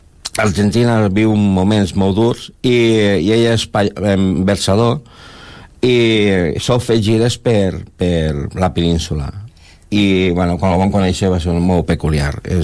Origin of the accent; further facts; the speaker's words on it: Jesús, Catalonia, Spain; soc de Jesús